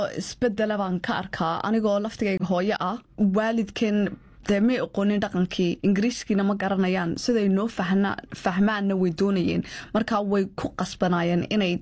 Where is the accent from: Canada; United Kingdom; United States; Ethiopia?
United Kingdom; London; waxaan ku koray Tower Hamlets waxa ka buuxa dad Bangladesh ka yimi marka wayna arkanaan muslim nahay